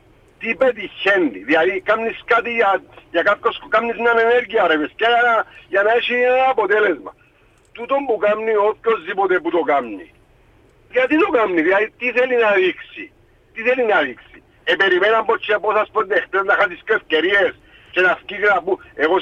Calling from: Cyprus; είμαι που τον Άγιο Ελευθέριο

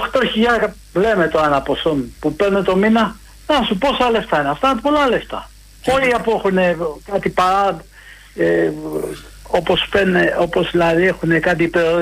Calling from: Chaidari, Attica, Greece; είμαι από το Χαϊδάρι.

